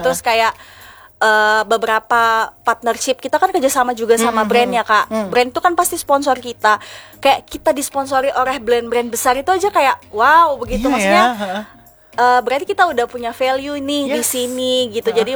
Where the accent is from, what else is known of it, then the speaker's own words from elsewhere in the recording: Baubau, Southeast Sulawesi, Indonesia; now in Kendari, Indonesia; saya bukan orang Sulawesi ya, Kak, tapi saya besarnya di Bau-Bau.